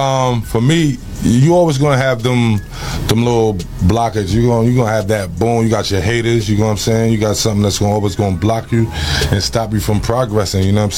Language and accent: English; Harlem, New York, United States; Oh, you know I'm from Harlem.